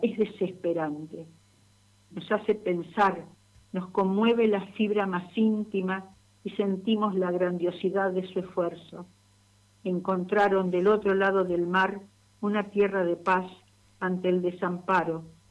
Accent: Argentina; Yo soy descendiente por completo de inmigrantes, aunque yo soy argentina.

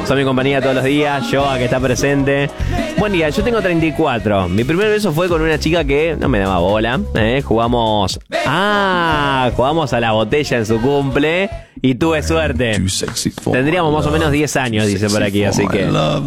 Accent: Gualeguay, Entre Ríos, Argentina

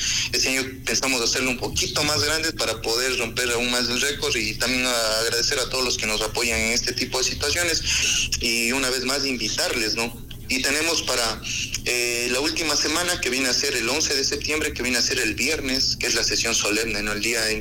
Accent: Ecuador; quienes celebramos somos todos de Río Verde

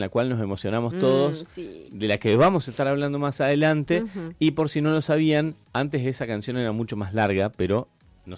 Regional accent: Argentina; Somos los argentinos, somos emocionantes, pero por momentos, viste, somos fríos.

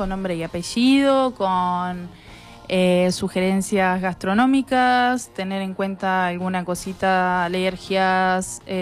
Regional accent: Santa Rosa, La Pampa, Argentina; born there; also born or lived in San Martín, Buenos Aires Province / Moreno, Buenos Aires Province; No, de muy pequeña vivo acá en La Pampa, desde los 7 años.

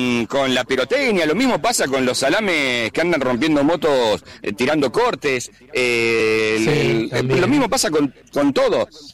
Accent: Argentina; lo sé porque yo crecí en las chacras, chicos. Crecí en Puente Cero, tuve animales.

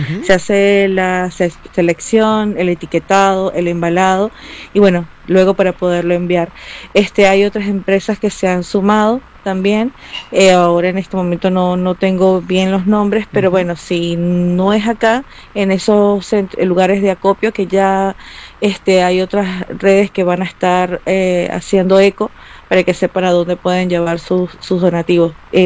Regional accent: Venezuela; now in Mendoza, Argentina; Yo soy venezolana, sí.

